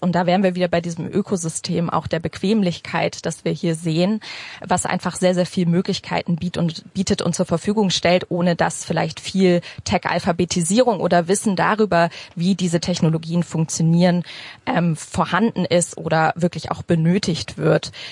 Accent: Hamburg, Germany; ich komme aus Hamburg, ich forsche auch in Hamburg.

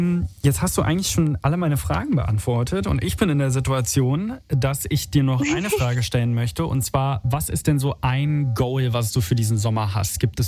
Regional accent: Italy; moved away; ich komme aus Italien und ich war auch schon ewig nicht mehr dort.

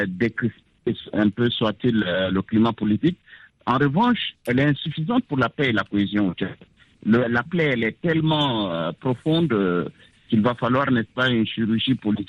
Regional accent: Chad; Moi, je suis ni du Nord ni du Sud, à mon avis. Moi, je suis un Tchadien et je réfléchis pour mon pays, le Tchad.

